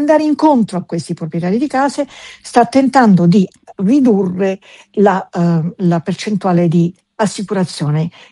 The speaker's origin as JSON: {"language": "Italian", "region": "Tuscany", "country": "Italy", "tie": "born or raised there", "also_born_or_lived": "Sicily", "said": "sono siculo toscana."}